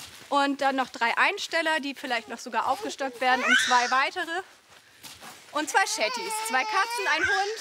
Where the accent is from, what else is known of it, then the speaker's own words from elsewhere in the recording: Schleswig-Holstein, Germany; Aber ich bin am Plöner See tatsächlich schon seitdem ich 10 bin zu Hause.